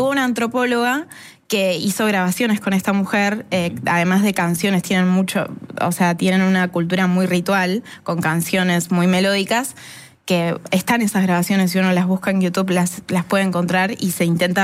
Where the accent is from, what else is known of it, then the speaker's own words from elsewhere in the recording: Chubut, Argentina; moved away; yo soy del sur, yo soy de Chubut